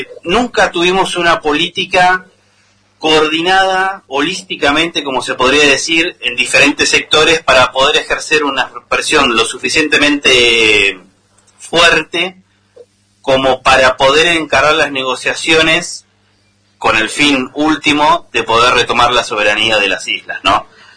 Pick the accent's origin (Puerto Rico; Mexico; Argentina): Argentina